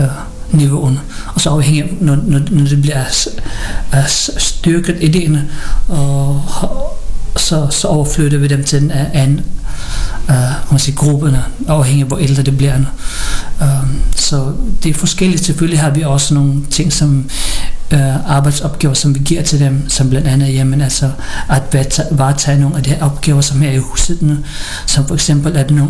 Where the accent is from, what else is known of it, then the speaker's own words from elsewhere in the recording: Philippines; now in Denmark; hun mener, at vi som filippiner er meget glade folkefærdende, er smilende og ja.